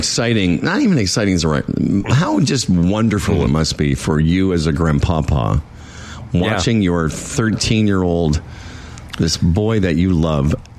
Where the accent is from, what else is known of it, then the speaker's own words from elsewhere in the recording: Moose Jaw, Saskatchewan, Canada; I grew up in Moose Jaw, as you both know, and the Moose Jaw Golf and Curling Club was not the fanciest of golf courses to start with.